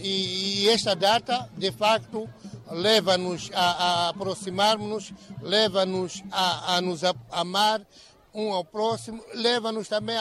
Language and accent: Portuguese; Mozambique